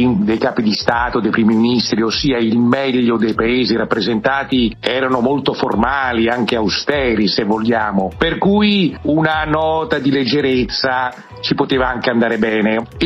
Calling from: Rome, Lazio, Italy

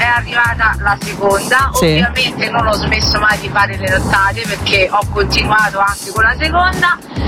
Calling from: Tuscany, Italy; ciao … da Toscana.

